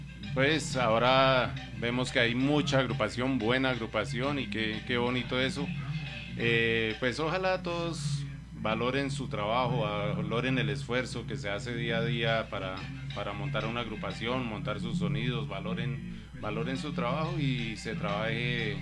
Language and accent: Spanish; Cómbita, Boyacá, Colombia; en el municipio de Cómbita, en mi pueblo